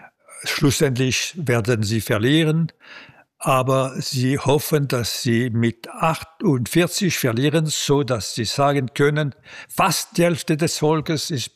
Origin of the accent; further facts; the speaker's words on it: Switzerland; Als Schweizer bin ich für die Verfassung.